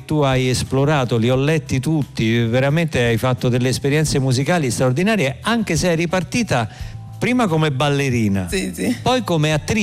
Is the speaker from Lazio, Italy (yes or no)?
yes; Monteverde, Lazio, Italy; Io sono di Monteverde.